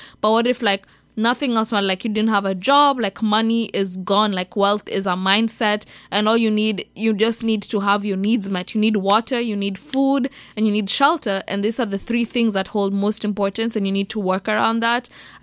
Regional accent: Kenya; because Lupita Nyong'o is Kenyan and I'm Kenyan.

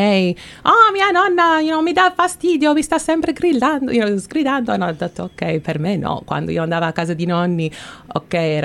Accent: Canada; io sono nata, cresciuta in Canada, però sono vissuta dentro un piccolo Italia nella casa mia, perché il cibo, la musica, la televisione, la lingua, tutto in italiano sempre.

